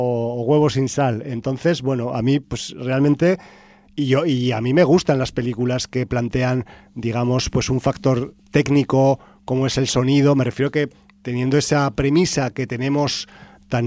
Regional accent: Aragon, Spain; pero en Aragón, yo al menos en mi pueblo, yo he comido siempre borraja, de siempre, para el invierno.

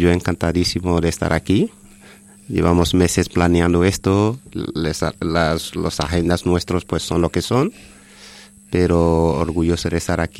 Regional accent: Burkina Faso; en los años 80, en mi país hubo una revolución liderada por Tomás Sankara

